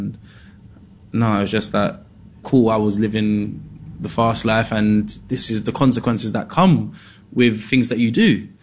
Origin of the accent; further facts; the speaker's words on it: Peckham, London, United Kingdom; but growing up in Peckham, people weren't, from my demographic, weren't really putting out YouTube videos